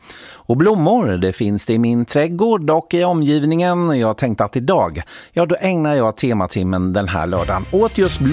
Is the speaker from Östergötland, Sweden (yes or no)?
yes; Norrköping, Östergötland, Sweden; i min hemstad Norrköping